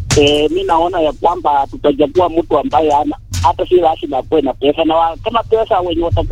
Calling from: Likuyani, Kakamega County, Kenya; maeneo ya Likuyani.

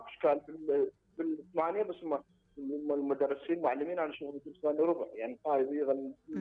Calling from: Iraq

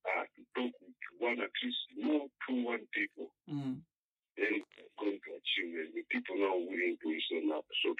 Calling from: Lusaka, Lusaka Province, Zambia; calling you within Lusaka.

